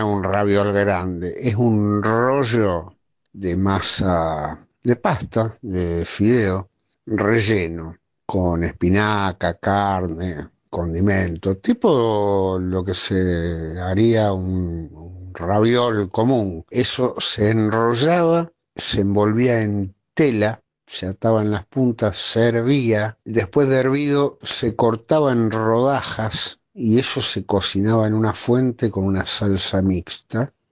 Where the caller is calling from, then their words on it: Funes, Santa Fe, Argentina; Yo soy de Funes.